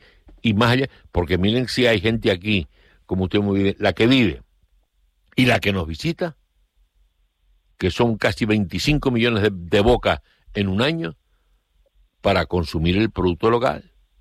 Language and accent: Spanish; Canary Islands, Spain